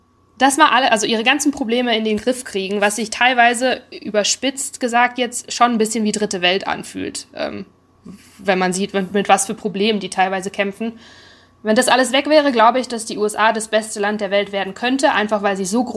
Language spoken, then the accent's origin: German; North Rhine-Westphalia, Germany; moved away as an adult; now in United States; ich bin ein Ruhrpott-Kind.